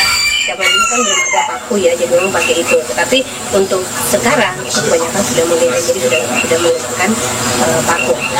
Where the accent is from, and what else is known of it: Biak, Papua, Indonesia